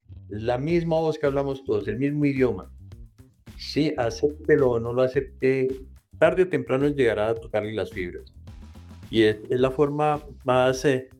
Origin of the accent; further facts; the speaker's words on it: Sogamoso, Boyacá, Colombia; now in Bogotá, Colombia; Hace muchos años en Sogamoso, de donde soy.